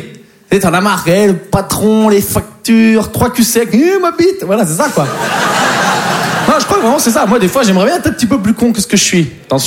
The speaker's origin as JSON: {"language": "French", "town": "Poitiers", "region": "Nouvelle-Aquitaine", "country": "France"}